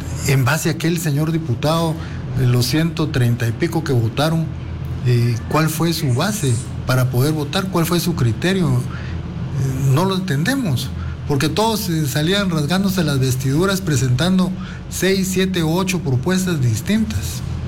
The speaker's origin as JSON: {"language": "Spanish", "country": "Guatemala"}